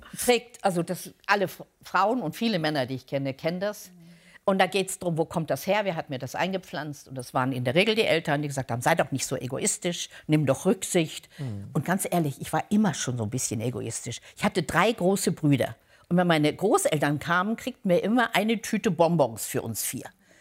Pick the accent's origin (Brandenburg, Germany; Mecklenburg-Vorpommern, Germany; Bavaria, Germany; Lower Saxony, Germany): Lower Saxony, Germany; Ja. Geborene Niedersächsin.